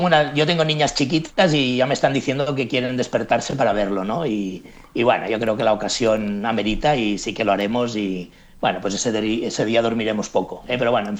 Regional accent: Catalonia, Spain; soy un poco catalán tribunero de estos culés que siempre sufrimos

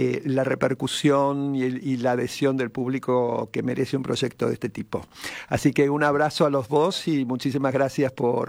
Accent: Uruguay; somos recibidos, los uruguayos son recibidos en Buenos Aires con afecto

